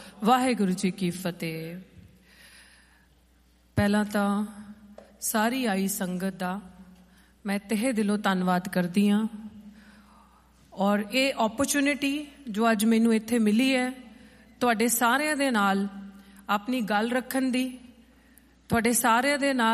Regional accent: Punjab, India; born there; moved away as an adult; also born or lived in Delhi; ਮੇਰਾ ਜਨਮ ਜਿਸ ਧਰਤੀ 'ਤੇ ਹੋਇਆ ਮੈਂ ਆਪਣੀ ਹਾਇਰ ਐਜੂਕੇਸ਼ਨ ਪੰਜਾਬ ਤੋਂ ਉੱਠ ਕੇ ਦਿੱਲੀ ਯੂਨੀਵਰਸਿਟੀ ਦੇ ਵਿੱਚ ਕੀਤੀ

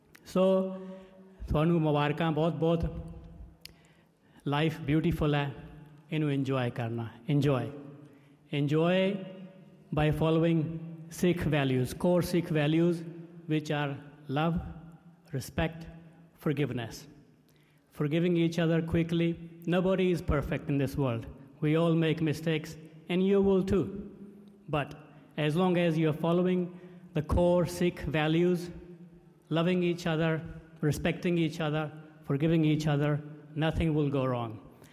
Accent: Punjab, India; ਮਾਲਵੇ ਦੇ ਲੋਕਾਂ ਦੀਆਂ ਵੱਡੀਆਂ ਜ਼ਮੀਨਾਂ ਆਉਂਦੀਆਂ ਅਤੇ ਇਹਨਾਂ ਦੇ ਦਿਲ ਵੀ ਬਹੁਤ ਵੱਡੇ ਹੁੰਦੇ ਆ ਅਤੇ ਅਸੀਂ ਦੁਆਬੇ ਵਾਲੇ ਹਾਂ।

